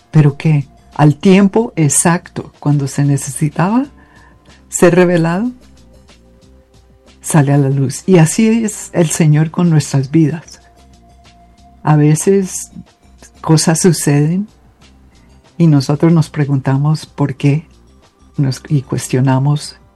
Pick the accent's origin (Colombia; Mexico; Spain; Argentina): Colombia